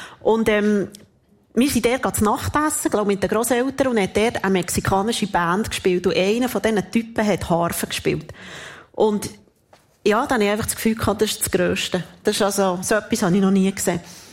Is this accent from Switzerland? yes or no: yes; Thun, Bern, Switzerland; Ja, das ist, also ich bin in Thun aufgewachsen und dort hat es ein Restaurant